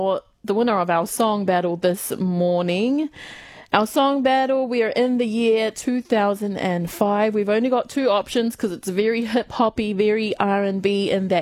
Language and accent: English; New Zealand; now in Australia; Honestly, I come from New Zealand. It's a big rugby country